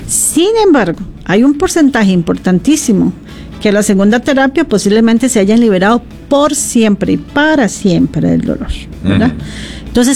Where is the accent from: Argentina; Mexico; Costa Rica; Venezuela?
Costa Rica